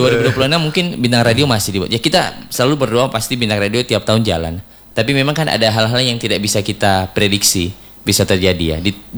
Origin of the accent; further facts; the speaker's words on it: Manado, North Sulawesi, Indonesia; Sebenarnya bilang ngelogatnya ini udah campur aduk karena kan kita Manado kan, artinya basic kita kan Manado.